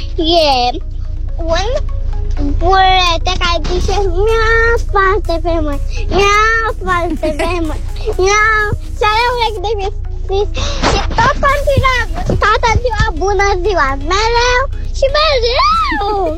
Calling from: Bucharest, Romania; din București

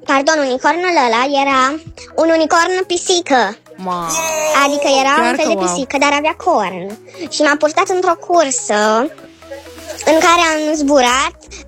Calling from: Suceava, Suceava County, Romania; eu sunt ceva din Suceava

